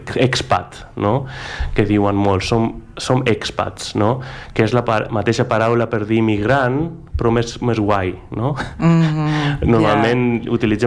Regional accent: Greece; Catalan is a second language; now in Spain; Doncs jo també sóc de Grècia, sóc d'aquí, sóc... són parts meves, totes dues.

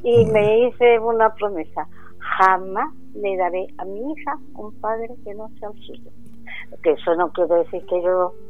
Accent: Córdoba, Andalusia, Spain

